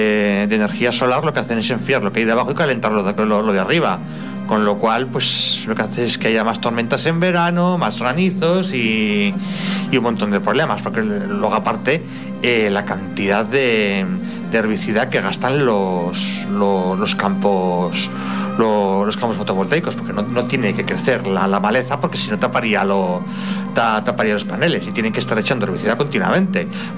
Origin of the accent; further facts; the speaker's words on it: Aragon, Spain; En mi pueblo iban a poner un parque eólico, pero al final nos libramos, pero como está la laguna de Gallo Canta al lado